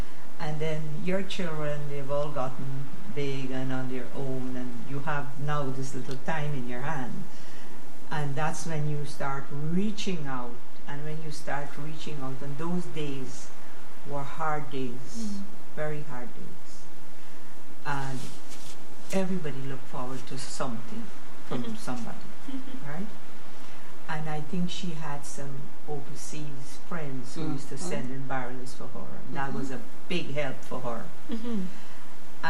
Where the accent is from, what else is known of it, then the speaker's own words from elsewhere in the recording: East Berbice-Corentyne, Guyana; I came from Region 6